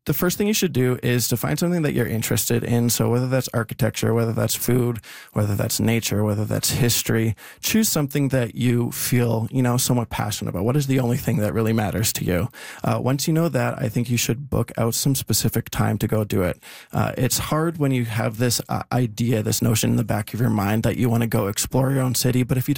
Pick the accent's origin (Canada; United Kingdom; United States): Canada; Regina, Saskatchewan; now in Saskatoon, Canada; I am originally from Regina. Yes. Okay. So I made the move to Saskatoon about 4 years ago.